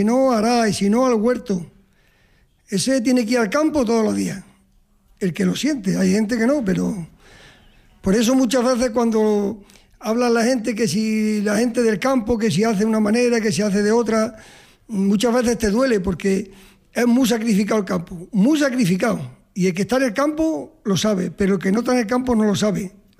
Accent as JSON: {"language": "Spanish", "town": "Villanueva del Duque", "region": "Andalusia", "country": "Spain", "said": "de Villanueva del Duque."}